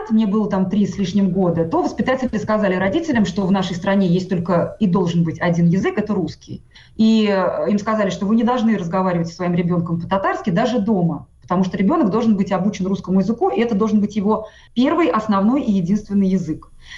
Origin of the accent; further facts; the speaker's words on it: Tatarstan, Russia; first language Tatar; Russian is a second language; Ну, смотрите, я, конечно, знала, что я татарка.